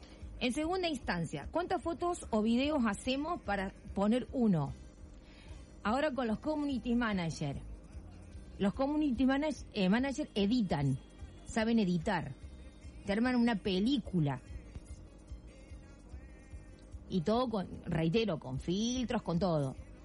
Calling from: Serrano, Córdoba, Argentina; de Serrano, provincia de Córdoba, al sur de Córdoba.

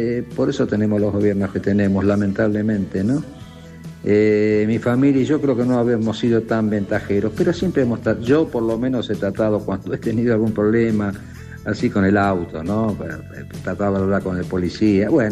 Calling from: Argentina; me incluyo obviamente como argentino

